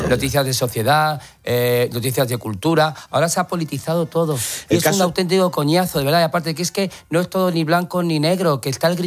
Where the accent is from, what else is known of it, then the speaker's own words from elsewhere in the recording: Madrid, Community of Madrid, Spain; soy imagen de mi ciudad, soy madrileño, Madrid no entiende de política, soy madrileño